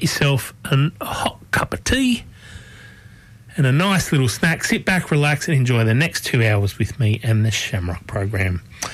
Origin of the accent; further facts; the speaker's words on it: Sydney, New South Wales, Australia; I grew up in Concord, which, look, you know, it's bit more developed now than it was when I lived there. But when I was growing up there, it was called the Parkland suburb.